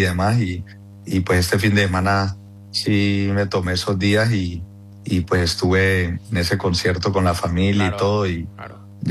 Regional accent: Cali, Valle del Cauca, Colombia

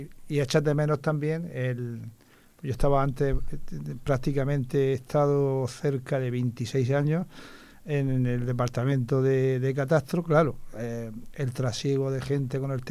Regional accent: Archena, Region of Murcia, Spain; en mi pueblo natal, en Alchena

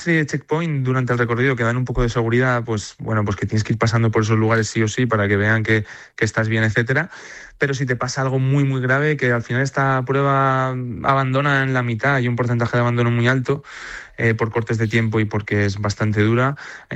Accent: Spain; yo soy el único español que está haciendo esta carrera

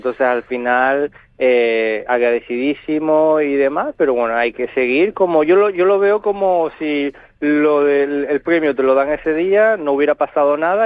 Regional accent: Canary Islands, Spain; accent: Canarian; La gente siempre me dice, ay, me encanta porque hablas todavía de manera canaria. Digo, si no hablamos nosotros de manera canaria

